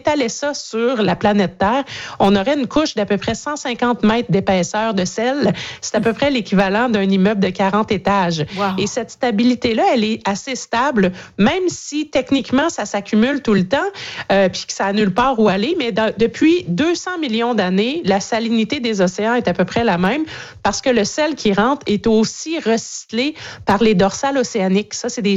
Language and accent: French; Canada; Chez nous, au Canada, un pays qui détient le quart des réserves d'eau douce de la planète